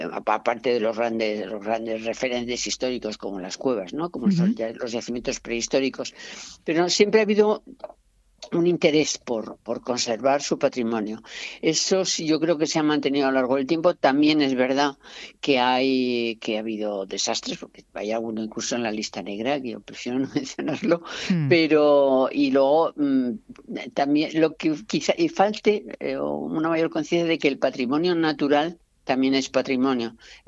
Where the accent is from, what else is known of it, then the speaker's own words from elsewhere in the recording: Torrelavega, Cantabria, Spain; also born or lived in Noja; yo soy de ahí, exactamente. Ahí nací en Noja y me crié en Torrelavega.